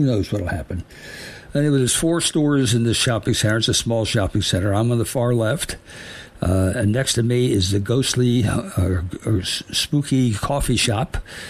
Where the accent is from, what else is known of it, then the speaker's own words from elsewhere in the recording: Dover, Delaware, United States; moved away as an adult; also born or lived in New Jersey; now in Wilkes-Barre, United States; I was raised in the Dover, Delaware area. I was born in New Jersey, but raised in Delaware.